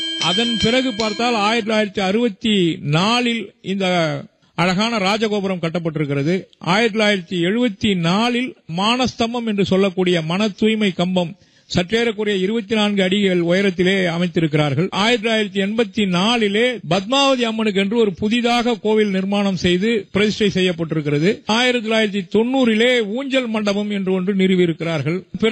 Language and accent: Tamil; Vilukkam, Tamil Nadu, India; நான் இந்த விழுக்கம் கிராமத்தை சேர்ந்தவன்.